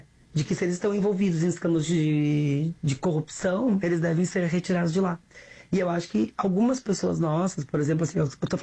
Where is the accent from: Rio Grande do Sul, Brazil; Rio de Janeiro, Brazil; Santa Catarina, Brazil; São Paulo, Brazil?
Rio Grande do Sul, Brazil; Novo Hamburgo; Eu fui criado em Novo Hamburgo, né?